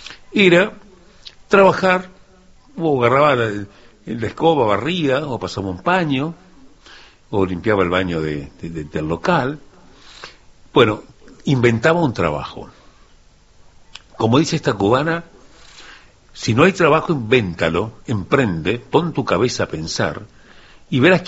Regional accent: Uruguay; Ahora, los uruguayos, cuando no hay trabajo, ¿nos cruzamos de brazos o inventamos algo para hacer?

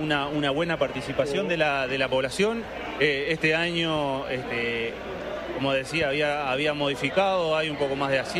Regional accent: Uruguay; hoy somos 4 uruguayos viajando a nivel internacional

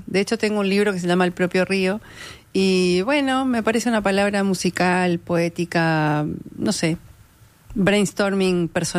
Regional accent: Mesopotamia, Argentina; born there; Yo nací en la Mesopotamia, pero en un pueblo que está en el medio de la Mesopotamia. Es decir, que no tiene un río por ningún lado.

